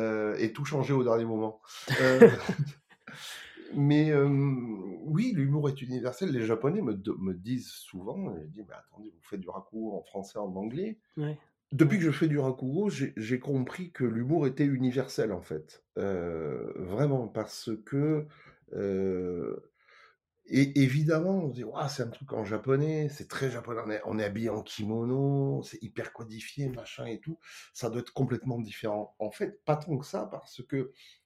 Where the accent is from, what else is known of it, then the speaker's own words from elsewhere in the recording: Nice, Provence-Alpes-Côte d'Azur, France; Je joue régulièrement aussi au musée des arts asiatiques de Nice, donc là c'est ma ville natale, on va dire que je suis à la maison.